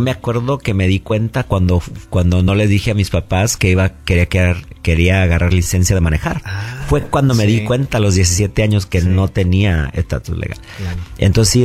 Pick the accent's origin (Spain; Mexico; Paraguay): Mexico; now in United States; sufrimos hambre como fiel mexicano, ¿no?